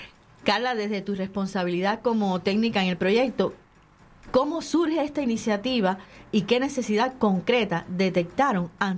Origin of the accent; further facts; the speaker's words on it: Cuba; moved away; soy cubana.